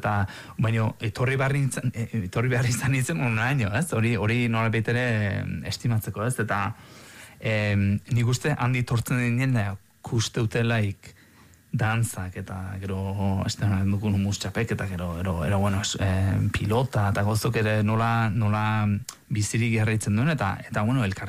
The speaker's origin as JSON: {"language": "Basque", "region": "Basque Country", "country": "Spain", "said": "Bai, hemen ondiz, Euskalduna gara, baino, hemen sortu gero baita"}